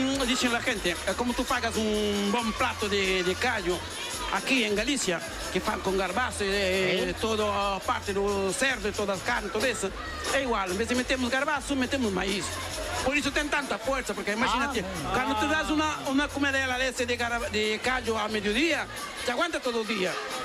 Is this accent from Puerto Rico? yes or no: no; Cape Verde; now in Burela, Spain; eso que somos de Cabo Verde, eso que somos, como quien dice, Burela.